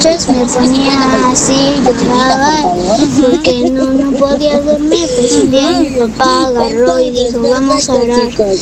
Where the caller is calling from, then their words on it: Lima, Peru; Yo vengo de Villa María del Triunfo.